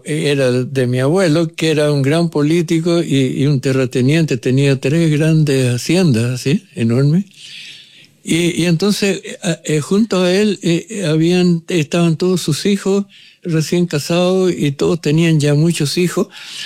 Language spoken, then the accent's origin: Spanish; Santiago, Santiago Metropolitan Region, Chile; yo nací en Catedral con Teatino